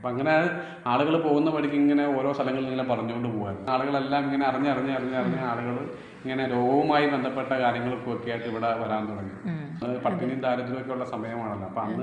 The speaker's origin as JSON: {"language": "Malayalam", "town": "Kanhimattam", "region": "Kerala", "country": "India", "tie": "born or raised there", "said": "ഞാൻ കാഞ്ഞിമറ്റം സ്വദേശിയാണ്."}